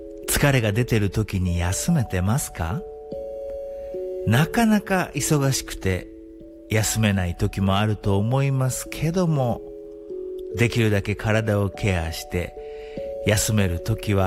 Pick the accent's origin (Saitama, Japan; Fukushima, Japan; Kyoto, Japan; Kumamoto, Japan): Saitama, Japan; Chichibu; now in Okinoerabu, Japan; 私は今、ふるさとの埼玉県の秩父に来ております。